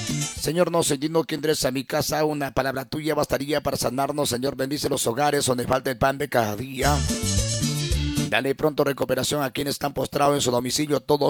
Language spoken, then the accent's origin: Spanish; Peru; moved away; de mi tierra peruana